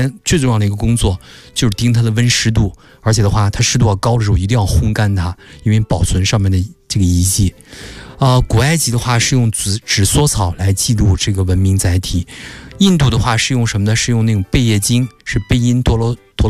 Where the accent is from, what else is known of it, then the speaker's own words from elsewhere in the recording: China; 我们中国人的话，很多文字都是还有词汇，都是跟这个竹简密切相关的